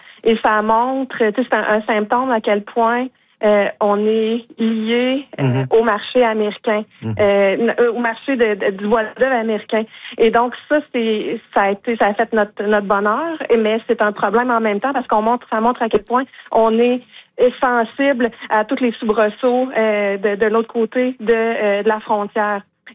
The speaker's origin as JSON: {"language": "French", "region": "Quebec", "country": "Canada", "said": "parce que je suis québécoise"}